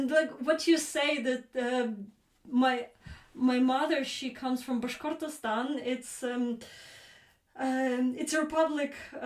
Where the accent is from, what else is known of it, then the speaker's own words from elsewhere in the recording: Western Ukraine, Ukraine; English is a second language; we come from different regions of Ukraine. I'm from the West, where the culture and language was more preserved.